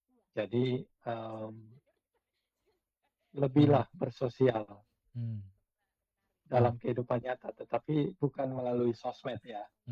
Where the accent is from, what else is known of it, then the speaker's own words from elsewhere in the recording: Kupang, East Nusa Tenggara, Indonesia; saya lahir dan besar di Kota Kupang.